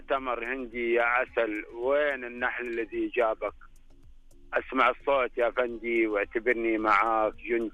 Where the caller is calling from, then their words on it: Muhayil, Asir, Saudi Arabia; من المنطقة الجنوبية مدينة محايل